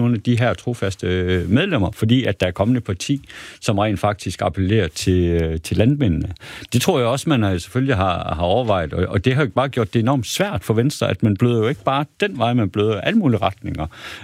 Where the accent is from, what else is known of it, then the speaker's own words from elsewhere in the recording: Herning, Central Denmark Region, Denmark; nu kommer jeg fra Herning Kommune